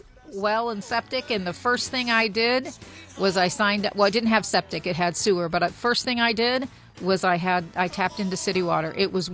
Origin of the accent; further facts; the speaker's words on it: Uniontown, Ohio, United States; I grew up in Uniontown, and we were always worried about the dump there.